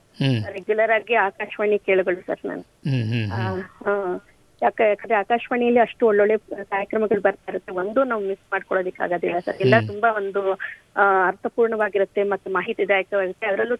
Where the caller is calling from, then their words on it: Koratagere, Karnataka, India; ನಮ್ದು ತುಮಕೂರ್ ಹತ್ರ ಕೊರಟಗೆರೆ ಸರ್.